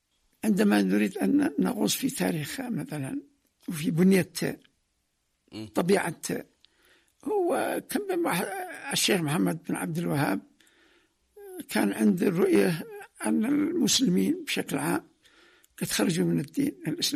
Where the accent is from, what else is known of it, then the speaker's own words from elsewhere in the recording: Yemen; يعني نحن من صنعنا الحضارة ليس في اليمن وحده وإنما في المنطقة العربية كلها.